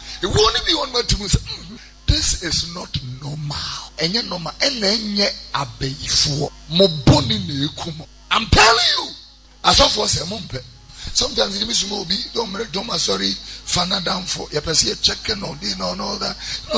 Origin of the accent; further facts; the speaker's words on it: Kenya; I'm saying I'm from Kenya.